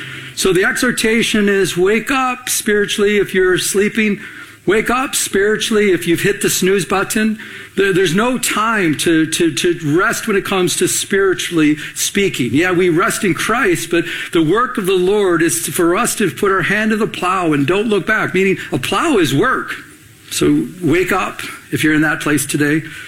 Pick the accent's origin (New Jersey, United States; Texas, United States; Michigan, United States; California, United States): Michigan, United States; growing up in Michigan, there's a lot of lakes